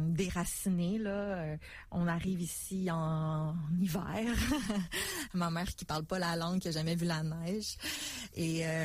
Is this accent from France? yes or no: no; Montreal, Quebec, Canada; also born or lived in Colombia; j'ai grandi à Montréal-Nord, dans le ghetto, entre guillemets, là, de Montréal, où c'est très multiculturel, où il y a beaucoup de violence, de drogue et plein de choses.